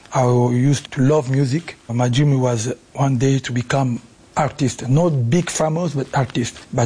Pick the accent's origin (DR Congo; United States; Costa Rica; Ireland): DR Congo; Kinshasa; first language Lingala; English is a second language; I never speak Swahili when I grew up in Kinshasa, I speak just Lingala, a little bit Fr